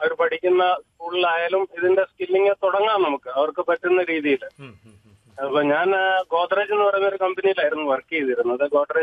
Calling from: Mulanthuruthy, Kerala, India; മുളന്തുരുത്തിയാണ് എന്റെ സ്വദേശം, ചോട്ടാനിക്കര അടുത്ത്.

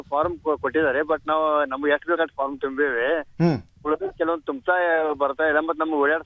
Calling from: Dharwad, Karnataka, India; ನಮ್ದು ಧಾರವಾಡ ನೆಹರು ನಗರ್ ರೀ.

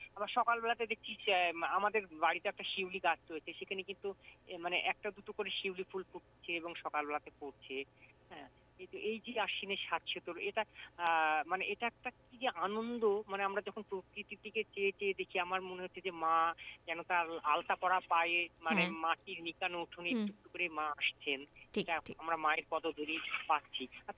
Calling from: West Bengal, India; আমি নদিয়া থেকে

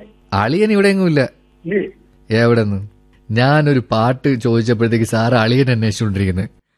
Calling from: Chengannur, Kerala, India; ഞാൻ ആലപ്പുഴ ജില്ലയിലെ ചെങ്ങന്നൂരിൽ നിന്നാണ് ഈ സന്ദേശം അയക്കുന്നത്.

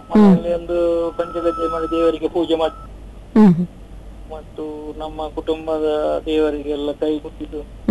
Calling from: Varanga, Karnataka, India; ನಾನು ಕಾರ್ಕಳ ವರಂಗದಿಂದ

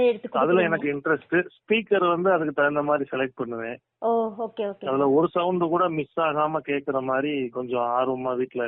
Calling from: Srivilliputhur, Tamil Nadu, India; இப்ப நான் வெளிய ஊர்ல இருக்கேன், ஸ்ரீவில்லிபுத்தூர்ல இருக்கேன்.

